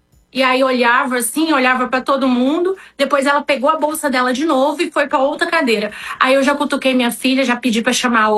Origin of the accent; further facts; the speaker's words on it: Santa Catarina, Brazil; que nós somos de Santa Catarina